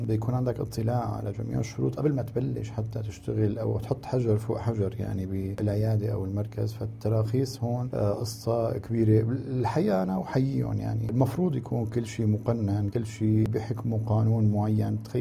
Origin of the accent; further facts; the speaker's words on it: Syria; now in Turkey; عندنا بسوريا